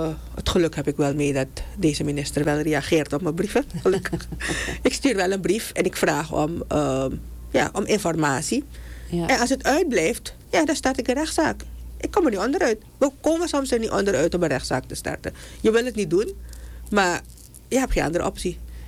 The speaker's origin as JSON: {"language": "Dutch", "country": "Suriname", "said": "ik ben een Surinaamse burger. Ik heb in Suriname gestudeerd. Ik kom van de Universiteit van Suriname."}